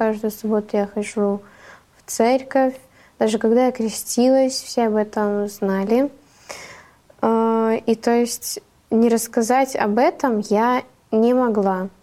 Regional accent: Gelendzhik, Krasnodar Krai, Russia; Одна песня … — это … мой родной город.

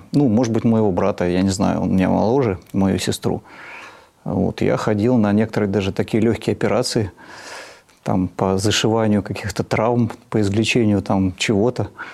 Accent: Tula Oblast, Russia; also born or lived in Siberia; Ну, я жил в разных местах. Родился в Сибири, но я этого как бы особенно не помню. А детство мое прошло в Тульской области. вот, на одной железнодорожной станции, где мой отец был врачом

